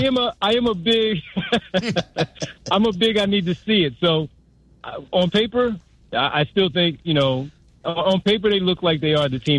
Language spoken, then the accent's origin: English; Philadelphia, Pennsylvania, United States; even though I'm a Philadelphian.